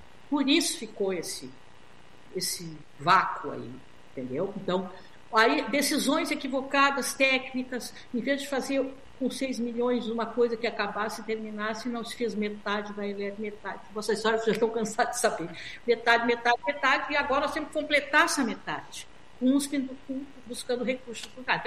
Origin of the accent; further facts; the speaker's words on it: Rio Grande do Sul, Brazil; nós somos gaúcho forte